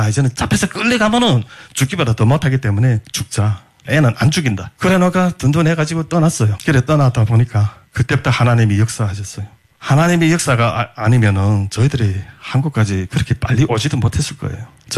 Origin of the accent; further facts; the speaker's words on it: North Korea; moved away as an adult; now in South Korea; 야 이거 북한에서 태어난 거 왜 이렇게 후회되고